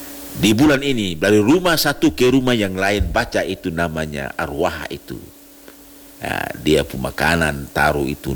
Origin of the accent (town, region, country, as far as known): North Maluku, Indonesia; born or raised there